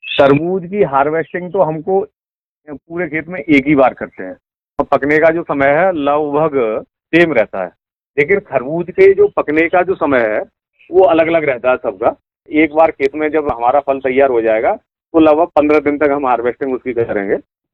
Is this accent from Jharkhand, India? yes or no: no; Kitaut, Uttar Pradesh, India; गांव की कीटौत फिरोजाबाद का रहने वाला हूँ।